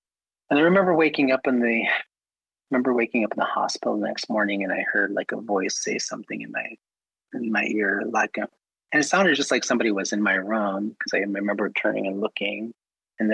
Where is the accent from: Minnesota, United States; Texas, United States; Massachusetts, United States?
Minnesota, United States; Minneapolis; born or raised there